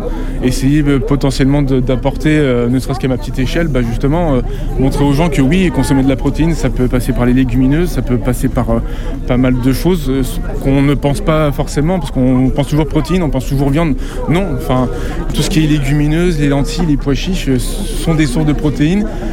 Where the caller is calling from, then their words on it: Coulounieix-Chamiers, Nouvelle-Aquitaine, France; J'habite à Coulonnay-Chamiers